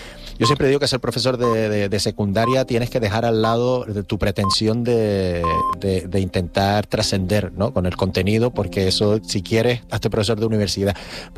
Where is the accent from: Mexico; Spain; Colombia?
Spain; Canary Islands; nosotros somos españoles, pero antes que españoles somos canarios